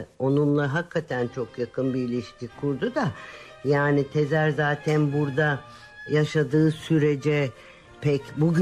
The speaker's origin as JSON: {"language": "Turkish", "town": "Simav", "region": "Kütahya", "country": "Turkey", "tie": "born or raised there", "also_born_or_lived": "Ödemiş / Gerede", "said": "bizim çocukluğumuz Simav, Ödemiş ve Gerede gibi kasabalarda geçti. Ama oralarda doğrusu güzel bir çocukluğumuz geçti."}